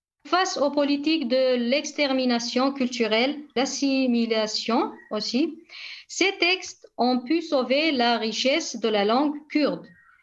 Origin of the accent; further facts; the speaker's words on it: Rojava, Syria; Ici, chez nous, au Rojava, il y a une personnalité très connue qu'on peut montrer, Saleh Haidou.